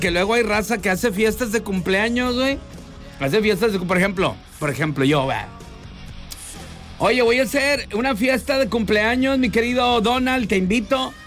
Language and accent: Spanish; Monterrey, Nuevo León, Mexico; porque somos regiomontanos y los regios somos bien codos, ¿ok?